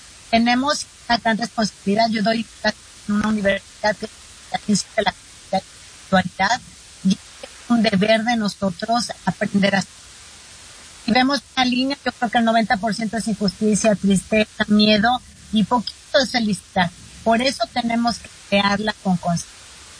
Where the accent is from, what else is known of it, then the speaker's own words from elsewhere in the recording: Mexico; yo soy mexicana, tenemos el Día de los Muertos